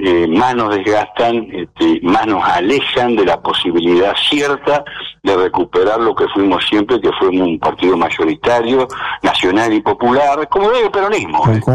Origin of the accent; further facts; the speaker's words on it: Entre Ríos, Argentina; Eso somos los entrerrianos y eso somos los radicales en Entre Ríos.